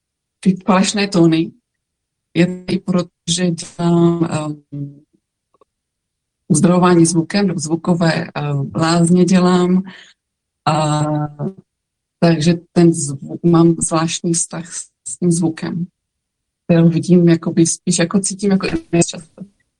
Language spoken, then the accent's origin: Czech; Bílovec, Moravian-Silesian Region, Czechia; moved away; also born or lived in England; Bílovce a já jsem totiž žila 24 let v Anglii, takže možná bude slyšet trochu můj přízvuk. Po 24 letech se to trochu odrazilo.